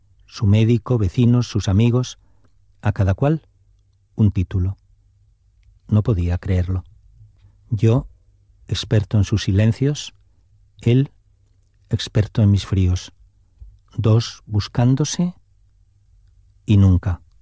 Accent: Madrid, Community of Madrid, Spain; born there; also born or lived in Asturias; y yo vivo en Madrid

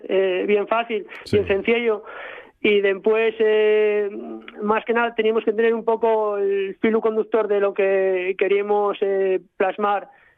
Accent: Asturias, Spain; hay que recordar que Verónica lleva vasca, yo soy asturiano, ella lleva ya 10 años viviendo aquí en Asturias

